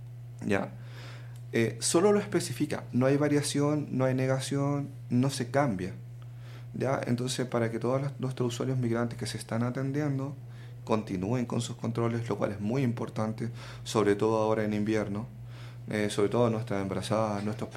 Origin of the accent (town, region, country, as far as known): Chile